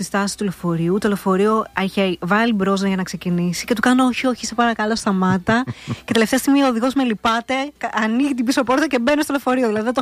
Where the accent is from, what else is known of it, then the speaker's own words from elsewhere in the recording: Thasos, East Macedonia and Thrace, Greece; Η καταγωγή μου είναι από τη Θάσου.